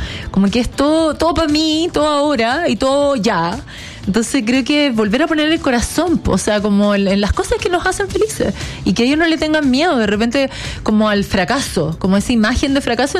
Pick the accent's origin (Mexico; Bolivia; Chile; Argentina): Chile